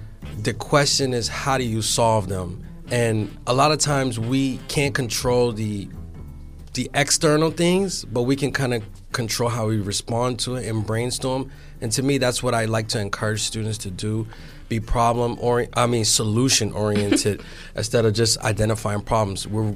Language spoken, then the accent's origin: English; Boston, Massachusetts, United States